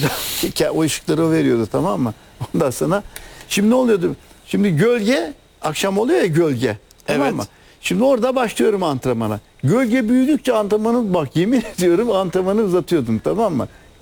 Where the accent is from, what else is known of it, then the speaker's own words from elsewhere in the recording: Çorum, Turkey; Çorumluyuz. Dünyadan sorumluyuz ya. … var bizim Çorum'da.